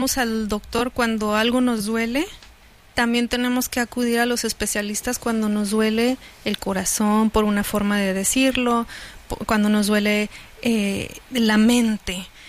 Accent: Mexico

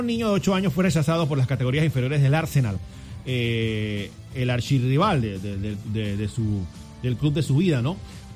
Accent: Panama; soy panameño

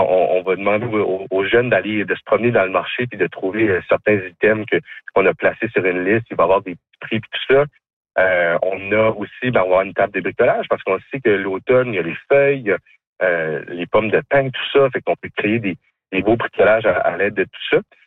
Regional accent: Robertville, Canada; Oui, ben moi, ayant grandi dans la région, moi, je viens de Robertville, là, c'est la terre fertile en jeunes talents.

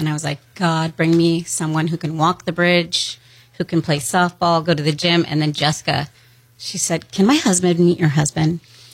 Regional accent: San Diego, California, United States; Okay, so I'm from San Diego, California, and all I did was work, and my mom owned a salon

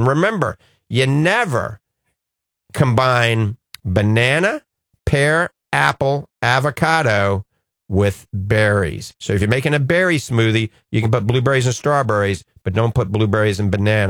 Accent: New Orleans, Louisiana, United States; I used to eat shrimp every day growing up in New Orleans.

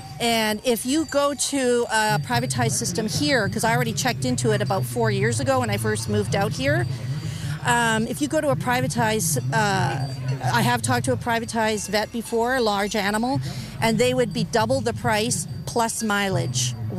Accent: Ontario, Canada; now in Oak Hill, Canada; I'm originally from Ontario.

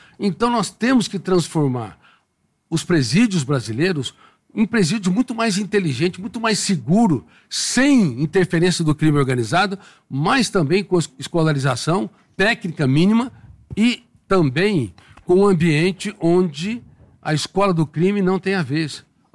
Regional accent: Colina, São Paulo, Brazil; born there; Por exemplo, na minha querida cidade, onde eu nasci, Colina.

